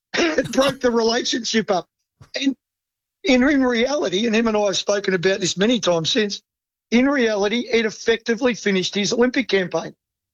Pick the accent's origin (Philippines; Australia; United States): Australia; That absolutely terrifies me as an Australian.